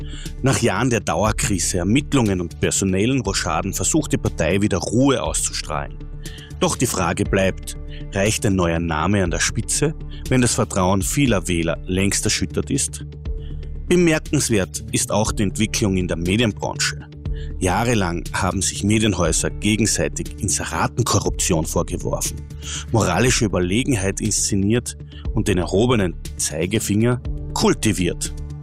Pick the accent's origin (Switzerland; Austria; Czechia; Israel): Austria; Kumpendorf; moved away; ich komme ursprünglich aus Kumpendorf